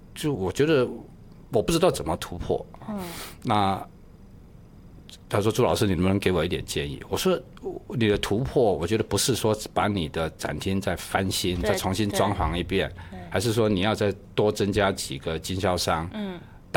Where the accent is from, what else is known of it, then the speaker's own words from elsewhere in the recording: Taiwan; now in China; 或者我是一个台湾人来大陆这边做事业、所以我就必须怎么样、我就必须点点点、我从来不这样想，